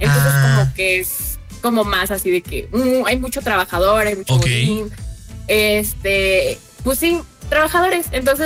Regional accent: State of Mexico, Mexico; Soy del estado de México, de un lugar alejado de Dios.

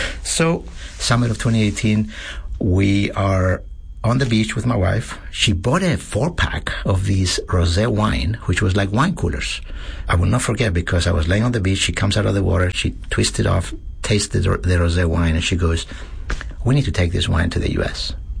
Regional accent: Cyprus; moved away as an adult; also born or lived in Austin, Texas; now in New Orleans, United States; I'm originally from the island of Cyprus. It's an island country on the southeastern part of the Mediterranean, close to Greece, southeast of Greece, west of Israel, north of Egypt, somewhere there.

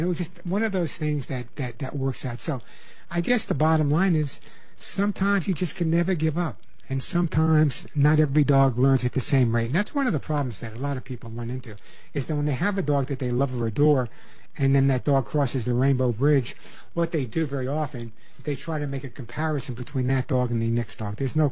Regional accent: New York, United States

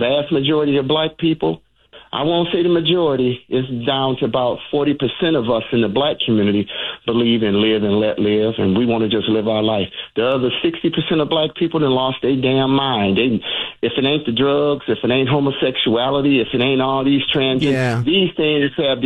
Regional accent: Michigan, United States; They took over Dearborn. I'm from Michigan. I remember when Dearborn wasn't like that.

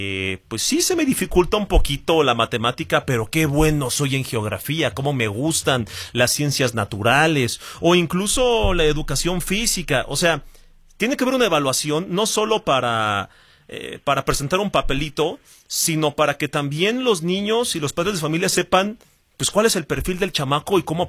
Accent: Mexico; así somos los mexicanos

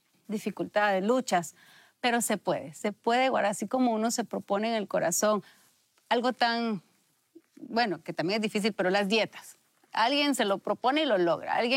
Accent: Honduras; estábamos en mi país, en Honduras

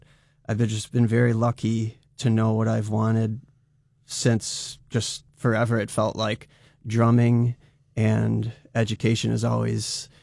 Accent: Irondequoit, New York, United States; where I was born in West Irondequoit with a house of guitars and a fantastic school system, as are all of our school systems in Monroe County and our state

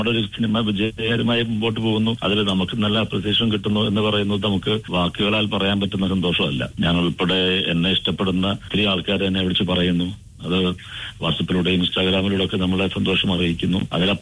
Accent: Tripunithura, Kerala, India; തൃപ്പൂണിത്തുറയാണ്

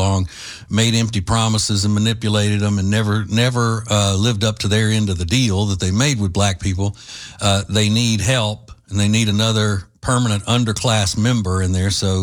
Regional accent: Louisiana, United States; Believe me, I'm from Louisiana. And I know what I'm saying here.

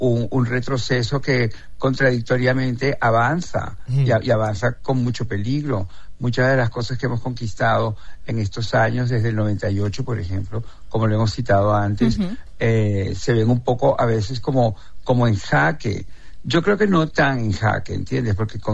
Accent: Caracas, Capital District, Venezuela; moved away as an adult; now in Spain; yo también dejé mi ciudad de origen, Caracas, que puede considerarse una ciudad no rural, porque es una ciudad muy urbana, muy muy urbana, también es una capital petrolera

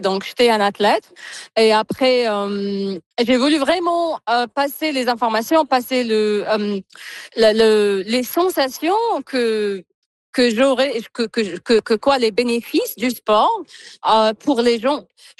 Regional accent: New Brunswick, Canada; Je suis de Nouveau-Brunswick, je suis pas d'ici.

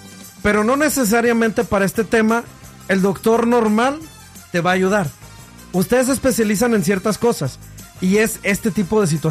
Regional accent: Mexico; uno como hombre, como varón, como mexicano, como hispano

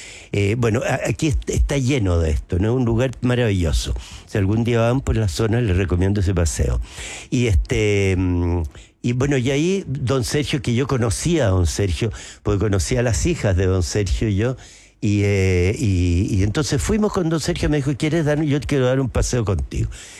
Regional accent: Chile; Todos somos indígenas los chilenos, somos todos, tenemos sangre indígena.

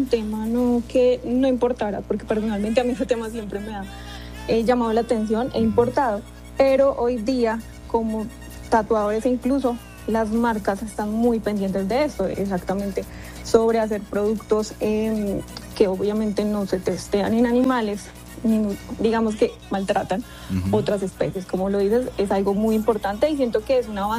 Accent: Colombia

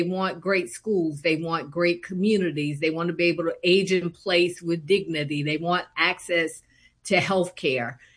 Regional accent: Atlanta, Georgia, United States; I'm born and raised in Atlanta

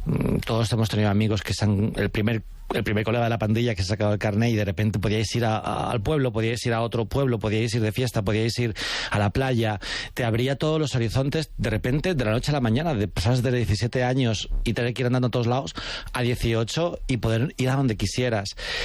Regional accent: Alcorcón, Community of Madrid, Spain; Cuando decían, ¿tú de dónde eres? Yo decía, Alcorcón. La gente era como... ¿Sabes? En plan, como que les parecía gracioso ser de Alcorcón.

